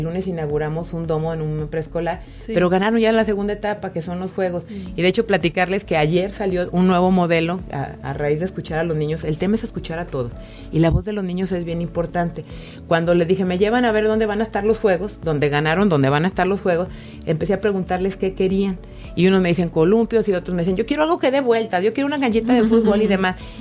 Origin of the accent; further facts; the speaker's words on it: León, Guanajuato, Mexico; en León tenemos grandes raíces de identidad, pero también fuertes alas para volar que nos da la historia